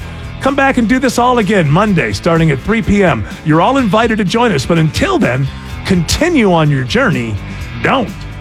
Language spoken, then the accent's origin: English; United States